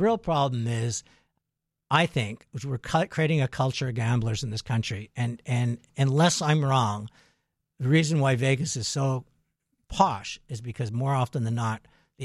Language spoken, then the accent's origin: English; Montreal, Quebec, Canada; I grew up in Montreal.